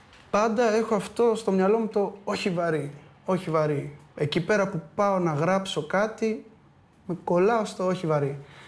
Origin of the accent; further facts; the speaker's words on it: Greece; Που νιώθουμε σαν Έλληνες, ναι.